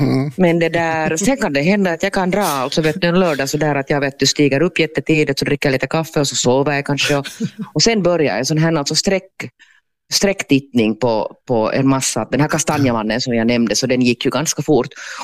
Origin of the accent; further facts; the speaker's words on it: Porvoo, Uusimaa, Finland; now in Helsinki, Finland; Jag var ju ganska nyinflyttad i Helsingfors, jag hade flyttat från Borgå